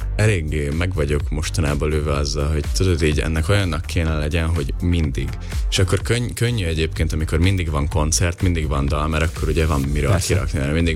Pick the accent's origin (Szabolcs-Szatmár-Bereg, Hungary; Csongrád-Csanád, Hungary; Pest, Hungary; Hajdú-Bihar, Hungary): Szabolcs-Szatmár-Bereg, Hungary; Nyíregyháza; nyíregyházi vagyok